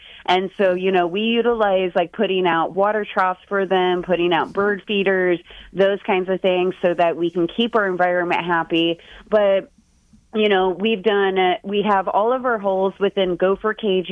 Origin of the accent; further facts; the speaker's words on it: the South, United States; I'm from the South